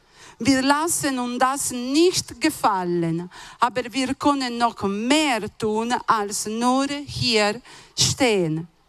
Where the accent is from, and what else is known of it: Italy; now in Switzerland